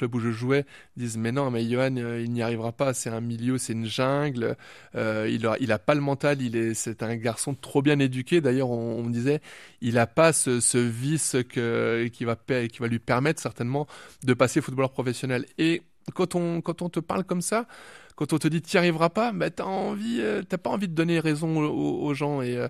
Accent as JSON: {"language": "French", "region": "Grand Est", "country": "France", "lives_now": "Morbihan, France", "said": "moi je suis originaire des Ardennes. Ça fait seulement 3 ans et demi que je suis dans le Morbihan."}